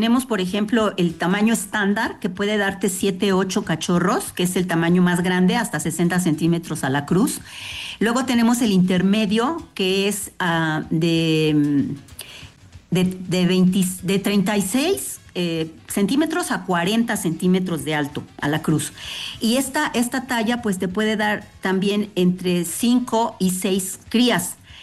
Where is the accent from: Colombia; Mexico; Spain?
Mexico; al país y a nosotros como mexicanos